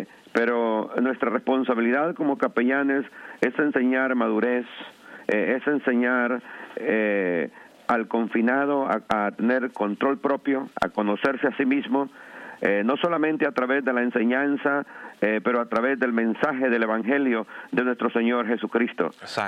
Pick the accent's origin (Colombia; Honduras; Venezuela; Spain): Honduras; La Ceiba, Atlántida; now in New York, United States; soy natural de Honduras, del bello puerto de La Ceiba.